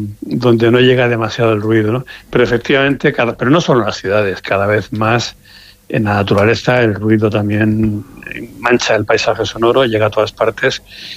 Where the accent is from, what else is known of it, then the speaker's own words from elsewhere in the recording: Segovia, Castile and León, Spain; somos de Ávila y segoviano